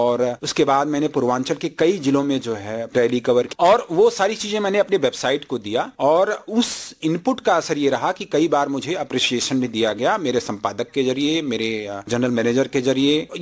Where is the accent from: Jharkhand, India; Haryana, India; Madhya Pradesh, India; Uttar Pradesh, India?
Uttar Pradesh, India; Jaunpur district; moved away; also born or lived in Allahabad; मेरी प्रारंभिक शिक्षा जौनपुर जिले से हुई है, वहाँ पे मेरा गाँव है बिलकथुआ